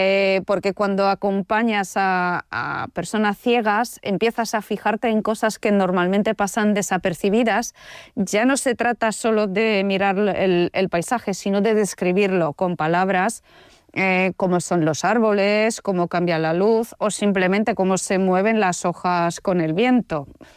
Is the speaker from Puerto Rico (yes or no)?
no; Poland; Spanish is a second language; moved away as an adult; now in Asturias, Spain; soy polaca y llevo muchos años viviendo en España. Bueno, justo este año cumplo la mitad de mi vida en Polonia y la otra mitad aquí en España. Ahora vivo en Asturias